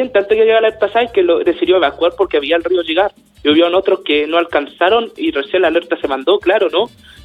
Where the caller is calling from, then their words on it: Angol, Araucanía, Chile; Yo soy de Angol.